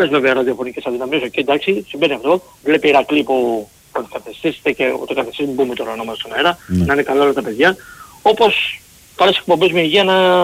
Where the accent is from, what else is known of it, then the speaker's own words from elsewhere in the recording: Peristeri, Attica, Greece; από το Περιστέρι Ολυμπιακός.